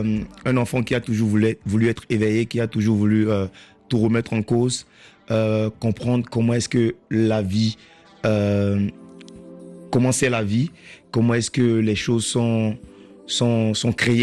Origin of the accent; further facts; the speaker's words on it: Benin; accent: Beninese; j'ai un accent français qui est très, très béninois quand je rappe.